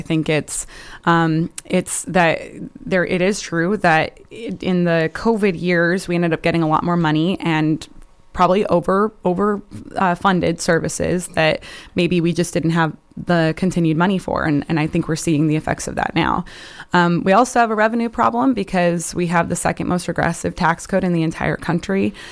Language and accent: English; Sequim, Washington, United States; also born or lived in Seattle area; I grew up in Squim, Washington, and had the best time here. It's the community that raised me